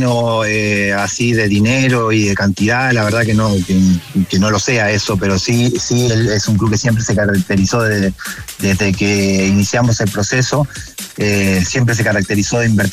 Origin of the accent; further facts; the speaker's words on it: Argentina; Discúlpeme, pero soy argentino, discúlpeme.